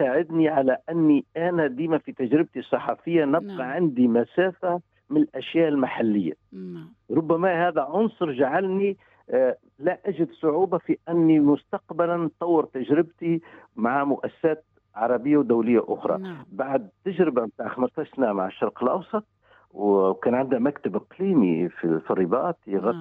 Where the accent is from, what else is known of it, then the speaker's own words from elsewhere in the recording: Tunisia; moved away as an adult; also born or lived in Morocco / United Arab Emirates; now in Germany; لأني أنا تونسي في المغرب ما كنتش نشعر بالغربة